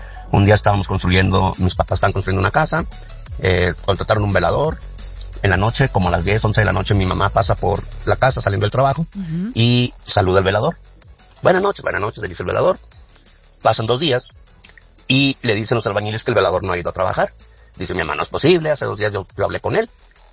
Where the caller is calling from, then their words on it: Saltillo, Coahuila, Mexico; de Saltillo, Coahuila